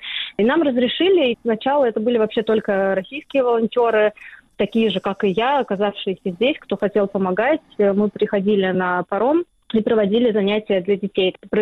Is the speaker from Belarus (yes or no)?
no; Russia; now in Estonia; И когда они узнавали, что мы из России, у нас там ну, дети замыкались на какое-то время, им нужно было смириться, привыкнуть, что вот ну, мы из России